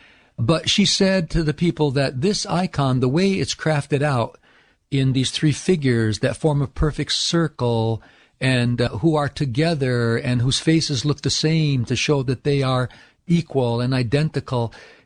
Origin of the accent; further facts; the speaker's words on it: United States; accent: American; And she could tell right away that I was an American by my accent and my English.